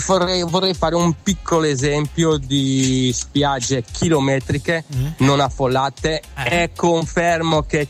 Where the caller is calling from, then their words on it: Sardinia, Italy; Allora, sono sardo